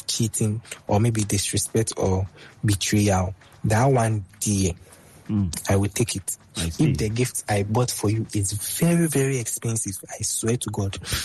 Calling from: La Paz, Bolivia; I am speaking from La Paz.

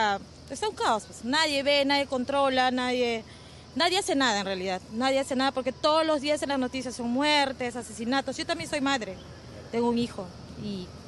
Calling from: San Juan de Lurigancho, Lima, Peru; Yo vengo de San Juan del Lurigancho y no.

